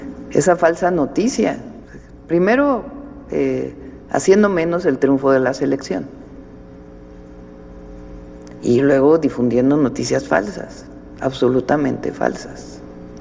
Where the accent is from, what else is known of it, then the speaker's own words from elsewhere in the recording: Mexico; todas y todos somos mexicanos